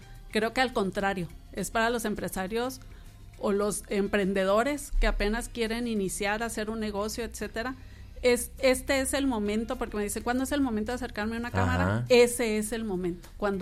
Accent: Mexico; Y como buenos mexicanos, pues festejando.

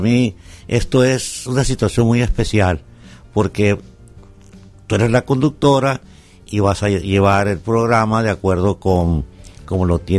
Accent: Angostura, Sinaloa, Mexico; also born or lived in Guamúchil; yo me crié en Angostura.

